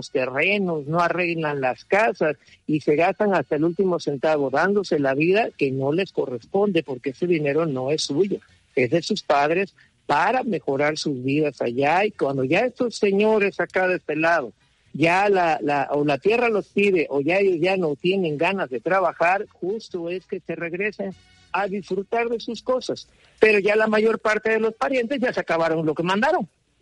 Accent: Mexico; moved away as an adult; now in United States

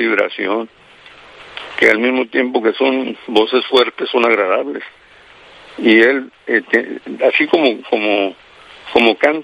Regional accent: Sonora, Mexico

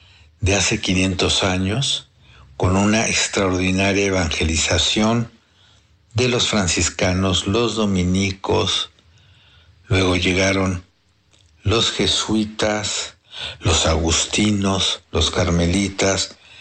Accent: Mexico; creo que todos como mexicanos debemos de sentirnos orgullosos de eso

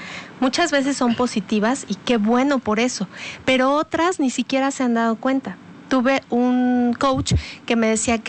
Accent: Mexico; nos representan desafortunadamente como mexicanos.

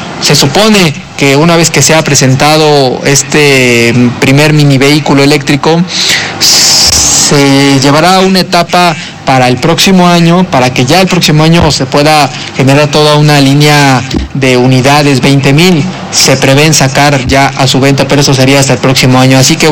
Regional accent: Mexico; lo que somos como mexicanos

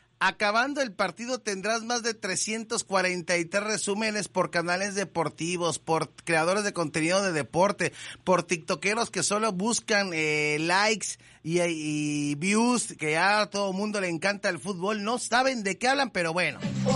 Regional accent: Mexico

